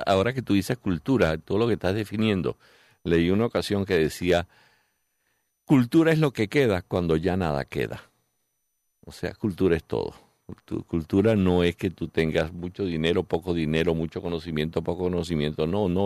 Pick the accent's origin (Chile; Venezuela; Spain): Venezuela; Calabozo, Guárico; yo soy de Guárico, de Calabozo, del estado de Guárico.